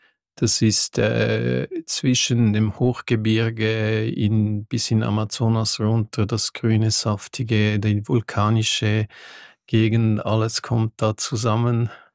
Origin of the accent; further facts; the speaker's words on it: Switzerland; Ich bin am Genfersee aufgewachsen